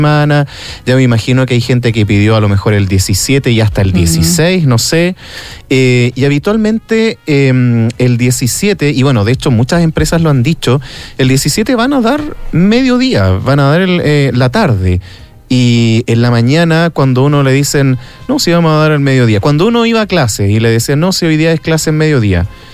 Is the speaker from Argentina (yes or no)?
no; Chile; nosotros como chilenos, chilenas